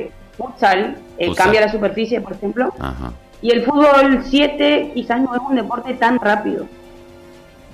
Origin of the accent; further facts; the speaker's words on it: Oberá, Misiones, Argentina; en Oberá, de donde soy yo.